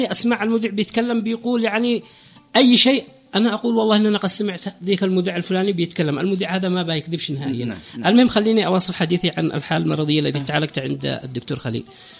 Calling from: Raymah, Yemen

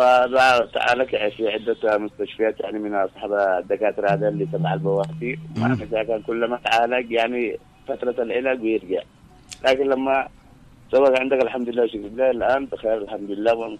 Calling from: Sanaa, Amanat Al Asimah, Yemen

